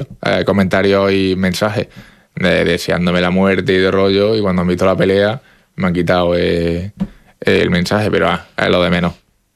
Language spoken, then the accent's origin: Spanish; Navarre, Spain; yo soy navarro